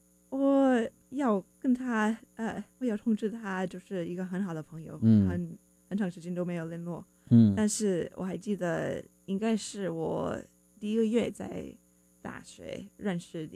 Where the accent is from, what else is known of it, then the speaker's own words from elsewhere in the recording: California, United States; Chinese is a second language; 我就是因为在南加州出生长大，在那边有很多外国人，很多从墨西哥来人或是很多亚洲人来